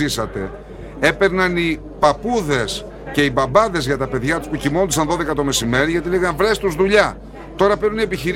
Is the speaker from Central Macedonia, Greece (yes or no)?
yes; Central Macedonia, Greece; now in Oreokastro, Greece; 4 χιλιόμετρα τα Γιαννιτσά είναι το χωριό μου. Δίπλα έχει.